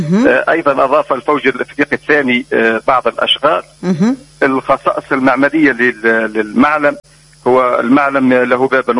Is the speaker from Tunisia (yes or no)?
yes; Nouil, Kebili Governorate, Tunisia; نعم هي بلدتي لأنها بلدتي انطلقت أنا بالكتابة حول بلدتي